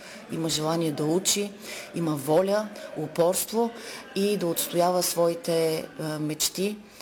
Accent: Kardzhali, Kardzhali Province, Bulgaria; Преди всичко аз съм тук като кърджалийка. Кърджалийка е изпълнена с желанието да даде един естествен пример на тези деца

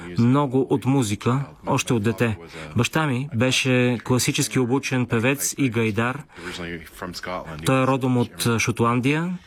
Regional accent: Montreal, Quebec, Canada; Аз израснах в Монреал, по това време много католически град.

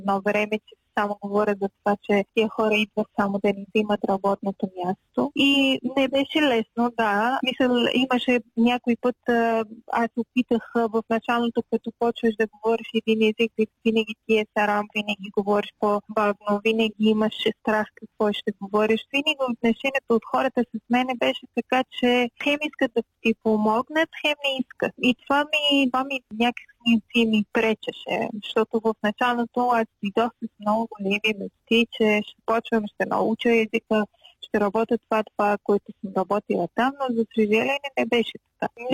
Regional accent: Afghanistan; Bulgarian is a second language; now in Bulgaria; защото съм от Афганистан

